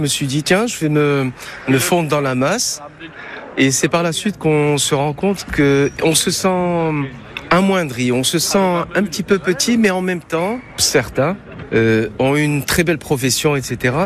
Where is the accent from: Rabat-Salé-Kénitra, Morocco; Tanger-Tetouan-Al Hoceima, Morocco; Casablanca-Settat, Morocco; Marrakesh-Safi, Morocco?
Marrakesh-Safi, Morocco; Marrakesh; now in France; j'ai 55 ans. Je pense que c'est ça, et peut-être l'origine, parce que bon, mon origine est marocaine, puisque je suis né à Marrakech. Je suis marocain et français.